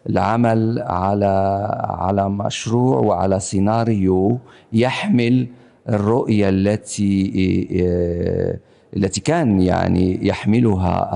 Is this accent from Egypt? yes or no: no; Morocco; أنا منتج من المغرب، أعمل ما بين المغرب وفرنسا، أنتج تقريبا منذ 20 سنة